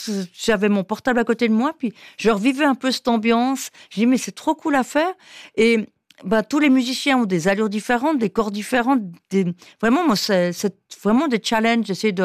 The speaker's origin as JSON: {"language": "French", "town": "Saint-Maurice", "region": "Valais", "country": "Switzerland", "tie": "born or raised there", "said": "Quand j'étais petite, à Saint-Maurice, je savais que je voulais vivre dans une grande ville."}